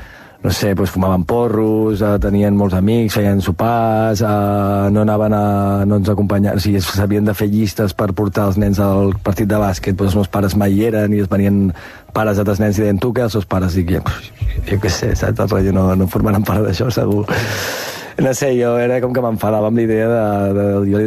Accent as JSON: {"language": "Catalan", "town": "Verges", "region": "Catalonia", "country": "Spain", "tie": "born or raised there"}